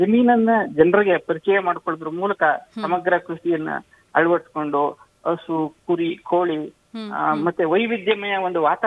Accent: Chamarajanagar district, Karnataka, India; ಈಗ ಉದಾಹರಣೆ ನಮ್ಮ ಚಾಮರಾಜನಗರ ಜಿಲ್ಲೆಯಲ್ಲಿ

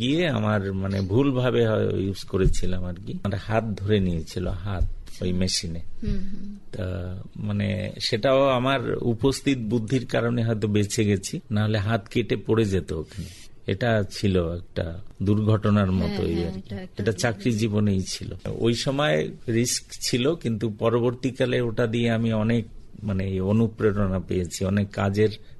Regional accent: Ramnagar, West Bengal, India; born there

